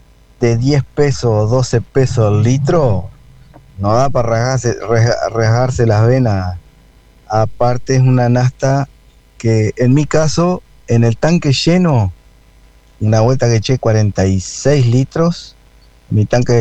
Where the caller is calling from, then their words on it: Salto, Uruguay; yo vivo en Salto Nuevo